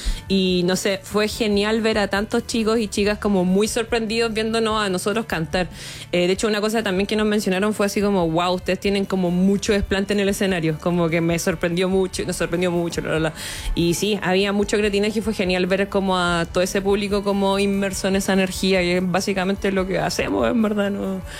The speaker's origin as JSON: {"language": "Spanish", "country": "Chile"}